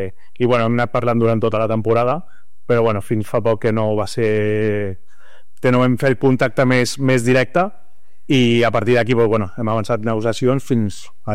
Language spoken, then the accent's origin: Catalan; Terrassa, Catalonia, Spain; Jo soc de Terrassa